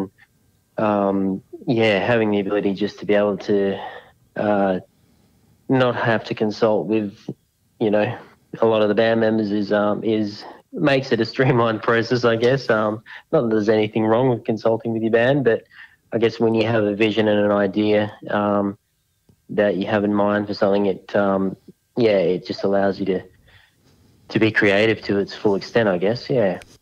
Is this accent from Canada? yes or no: no; Western Australia, Australia; Yeah, so I'm a Noongar boy from over here, so living on Wadjuk country, so living close to Frio these days.